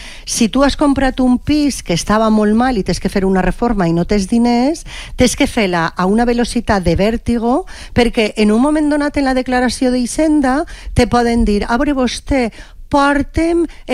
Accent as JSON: {"language": "Catalan", "town": "Burriana", "region": "Valencian Community", "country": "Spain", "said": "Jo vaig a parlar del meu poble, en Borriana."}